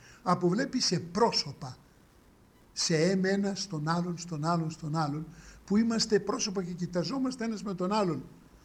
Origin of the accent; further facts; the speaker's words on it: Greece; είμαστε Έλληνες